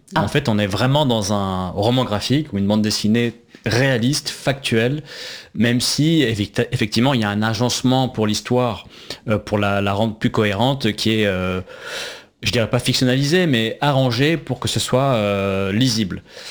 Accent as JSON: {"language": "French", "country": "France", "tie": "born there", "said": "la corruption en Irak, pays dont je suis originaire, même si je suis né en France."}